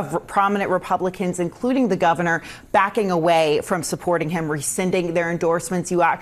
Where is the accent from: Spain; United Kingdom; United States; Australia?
United States; Orlando, Florida; and I'm from the Orlando area, so I'm familiar with it